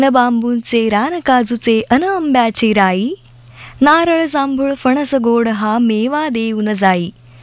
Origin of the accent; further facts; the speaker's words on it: Konkan, India; मी सुद्धा कोकणातलीच आहे